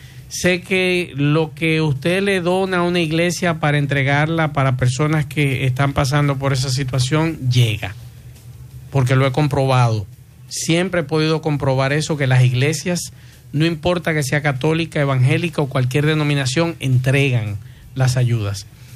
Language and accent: Spanish; Dominican Republic; nosotros hemos dado a demostrar como dominicanos, y eso me hace sentir orgulloso